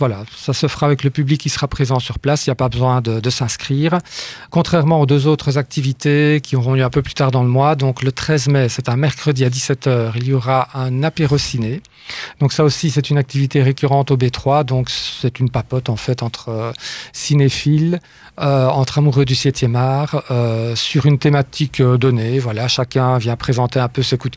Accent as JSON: {"language": "French", "country": "Belgium"}